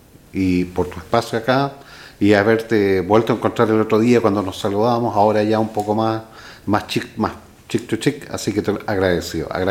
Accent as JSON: {"language": "Spanish", "town": "Limache", "region": "Valparaíso", "country": "Chile", "tie": "born or raised there", "also_born_or_lived": "Quillota", "moved": "yes", "said": "Nací en Limache. Digo, hay una contradicción súper grande. Ya. Nací en Quillota, me pasaron en Limache."}